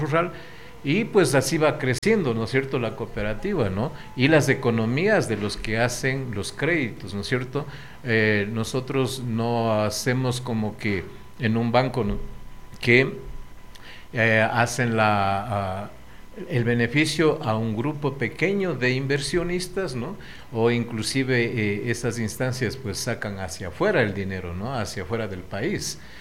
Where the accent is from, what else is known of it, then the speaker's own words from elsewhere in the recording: Ecuador; todos somos ecuatorianos